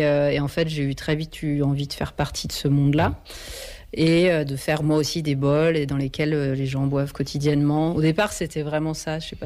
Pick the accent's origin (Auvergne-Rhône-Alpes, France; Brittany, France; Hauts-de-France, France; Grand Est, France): Grand Est, France; Reims; moi, je suis originaire de Reims.